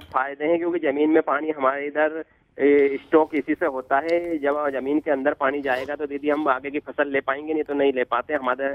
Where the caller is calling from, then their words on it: Hirapur, Madhya Pradesh, India; ग्राम हीरापुर, जिला सीहोर, मध्य प्रदेश से